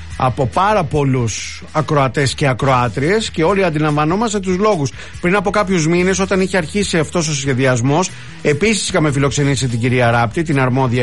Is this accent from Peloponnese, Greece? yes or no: yes; Molaoi, Peloponnese, Greece; born there; ένα πράγμα που λένε και στο χωριό μου στους Μολάους.